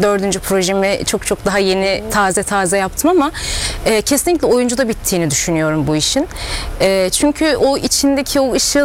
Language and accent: Turkish; Çan, Çanakkale, Turkey; moved away as an adult; now in Istanbul, Turkey; Çan ilçesinde büyüdüm.